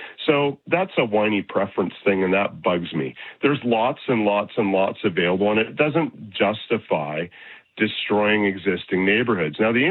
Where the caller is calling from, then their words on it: Calgary, Alberta, Canada; I'm calling from Calgary.